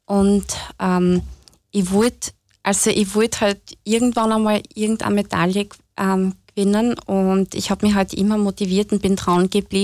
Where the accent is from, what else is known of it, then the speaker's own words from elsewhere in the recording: Kosovo; auch ich bin Kosovo-Albanerin aus einem muslimischen Umkreis und damals bin ich auch im Sommer oft in meinem Herkunftsland geschwommen